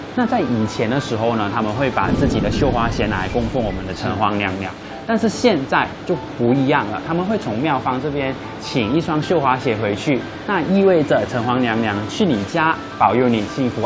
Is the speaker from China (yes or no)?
no; Malaysia; Chinese is a second language; 我本身是马来西亚的学生。